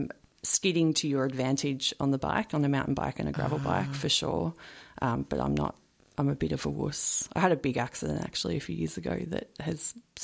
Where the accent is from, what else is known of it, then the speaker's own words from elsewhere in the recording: Narre Warren North, Victoria, Australia; born there; also born or lived in Emerald, Victoria; So we moved to the suburbs, hence my inner Bogan suburb girl. So I grew up in Narre Warren, North, yep. Berwick area, went to Berwick High.